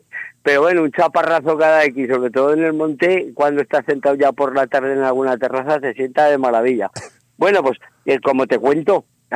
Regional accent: Spain; born there; soy español, nacido en España

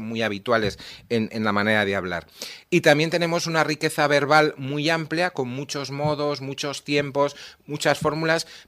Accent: Spain; la gente tan maja que somos los españoles

